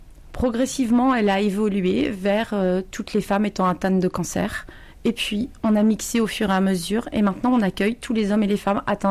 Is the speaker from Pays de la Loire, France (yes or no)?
yes; Nantes, Pays de la Loire, France; now in La Rochelle, France; à la base, je suis nantaise.